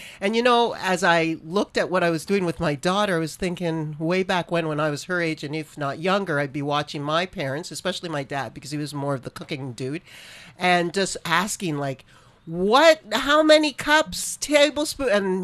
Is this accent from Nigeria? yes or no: yes; Nigeria; now in United States; As you all know, I'm Nigerian, Canadian, and American by way of residence here in the United States.